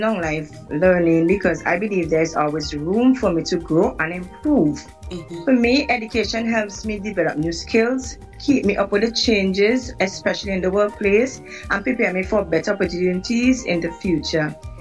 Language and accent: English; Green Hill, St. Vincent & Grenadines; I'm from Green Hill, St. Vincent and Grenadines, a mother of three, including one adopted.